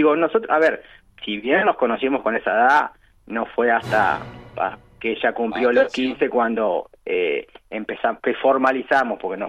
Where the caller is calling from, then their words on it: interior, Uruguay; Soy del interior, sí.